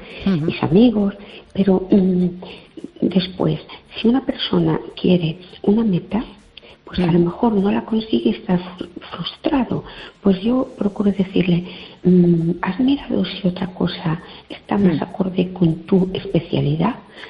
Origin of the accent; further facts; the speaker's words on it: Jerez de la Frontera, Andalusia, Spain; Buenas noches … de Jerez, ¿qué tal?